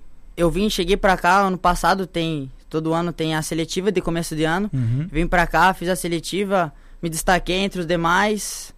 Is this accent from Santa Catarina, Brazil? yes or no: yes; Porto União, Santa Catarina, Brazil; Sou de Porto União.